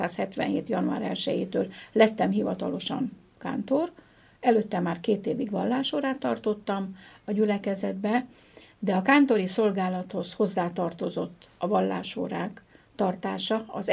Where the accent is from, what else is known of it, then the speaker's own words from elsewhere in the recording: Cluj-Napoca, Cluj County, Romania; hát én tulajdonképpen kerekdombi születésű vagyok